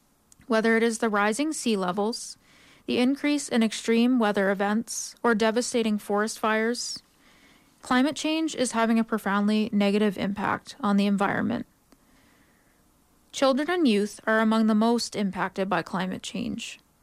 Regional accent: Fredericton, New Brunswick, Canada; now in Calgary, Canada; I am from Fredericton, New Brunswick, which is the unceded territory of the Wolastoqiyik, Mi'kmaq, and Passamaquoddy peoples, who signed peace and friendship treaties with the British Crown in the 1700s.

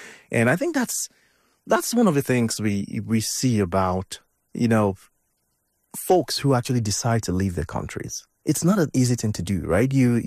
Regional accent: Nigeria; moved away as an adult; I didn't leave Nigeria till I was in my early 30s. So I was born in Nigeria, grew up there, went to university in Nigeria and joined the oil and gas industry in Nigeria. So I moved out to the UK when I was in my early 30s.

